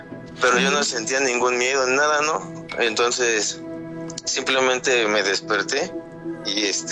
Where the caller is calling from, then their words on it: Iztapalapa, Mexico City, Mexico; Yo soy de la Ciudad de México, Iztapalapa.